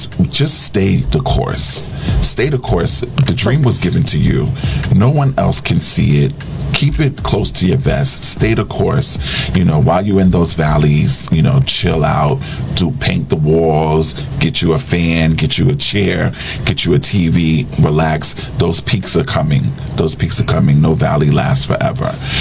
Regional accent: United States; still, I'm American.

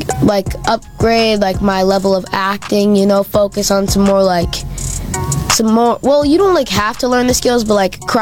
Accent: Minneapolis, Minnesota, United States; Minneapolis, Minnesota.

